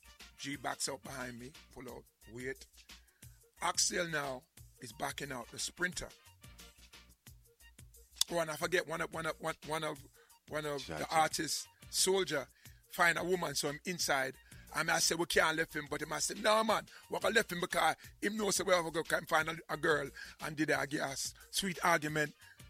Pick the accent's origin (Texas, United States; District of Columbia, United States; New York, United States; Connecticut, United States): New York, United States; New York City; because we come from Brooklyn